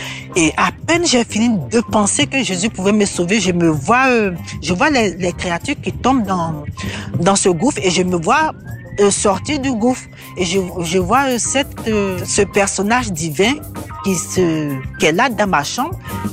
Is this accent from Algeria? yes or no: no; Côte d’Ivoire; moved away as an adult; now in France; je suis originaire de la Côte d'Ivoire. J'étais musulmane, je viens d'une famille musulmane pratiquante. Et quand je suis venue en 90 en France